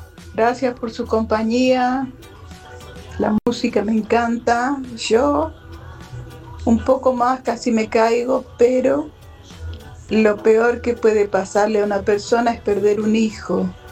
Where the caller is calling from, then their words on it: González Catán, Buenos Aires Province, Argentina; de González Catán.